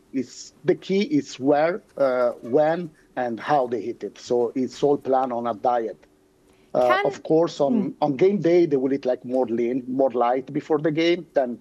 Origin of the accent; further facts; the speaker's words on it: Venice, Veneto, Italy; I'm Italian. For me, I love risotto. I'm from Venice